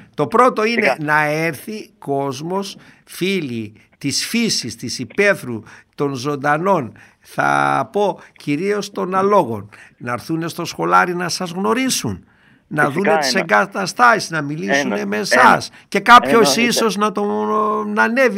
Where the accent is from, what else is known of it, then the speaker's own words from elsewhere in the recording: Doirani, Central Macedonia, Greece; moved away; εκεί στο χωριό μου στη Δοϊράνη